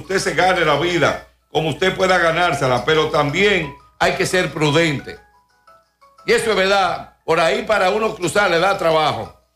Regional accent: Dominican Republic; somos todos dominicanos.

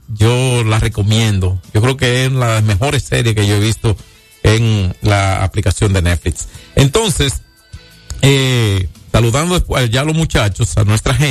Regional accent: Dominican Republic; yo soy dominicano

